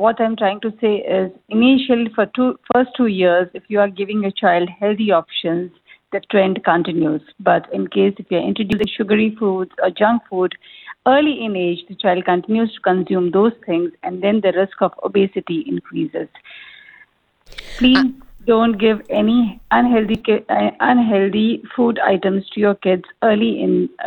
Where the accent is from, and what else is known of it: India; moved away as an adult; now in United Arab Emirates